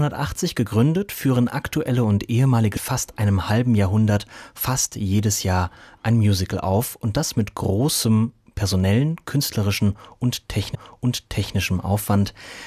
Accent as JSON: {"language": "German", "town": "Wetzlar", "region": "Hesse", "country": "Germany", "said": "Wir kennen uns schon sehr lange. Ich komme auch aus Wetzlar und wir sind uns schon so oft über den Weg gelaufen"}